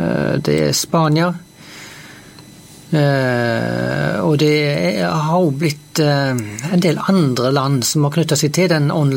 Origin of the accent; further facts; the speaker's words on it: Haugesund, Rogaland, Norway; now in Jæren, Norway; så jeg fra Haugesund. Så der jeg vokste opp og gifta meg her med min jærbu